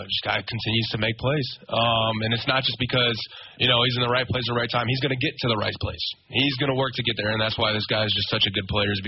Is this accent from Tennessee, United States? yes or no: no; Virginia, United States; I'm from Northern Virginia, so not too far down the road, about 3 hours.